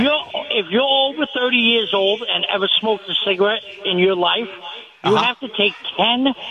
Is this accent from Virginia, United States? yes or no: no; Islip, New York, United States; now in Babylon, United States; I grew up in Islip.